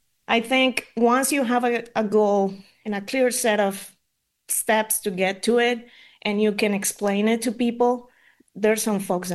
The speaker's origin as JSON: {"language": "English", "country": "Colombia", "moved": "yes", "said": "I'm from Colombia originally, and I've seen it in my country."}